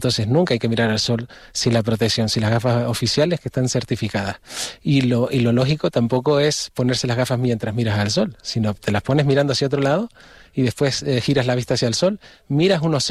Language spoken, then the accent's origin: Spanish; Canary Islands, Spain; soy de Canarias y alguien tenía que quedarse aquí en Canarias